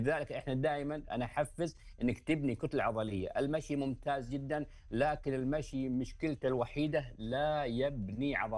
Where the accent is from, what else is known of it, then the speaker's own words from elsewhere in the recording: Ha'il, Ha'il Province, Saudi Arabia; accent: Ha'ili dialect; أنا طبعاً دائماً أتكلم باللهجة العامية